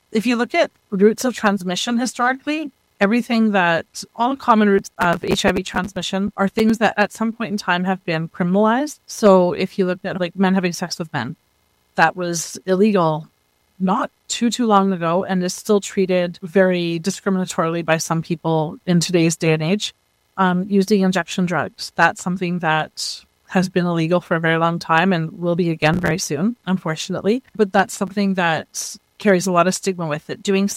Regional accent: Mackenzie, British Columbia, Canada; also born or lived in France; now in Prince George, Canada; I'm originally from Mackenzie, which is about 2 hours north of here, in a very small town. So moving to Prince George was the big city life.

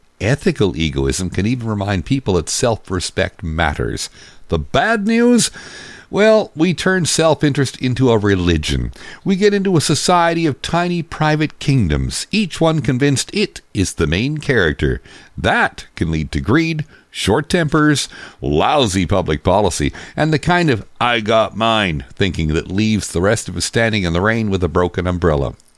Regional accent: West Coast, Canada; I am your Canadian West Coast Boomer Settler

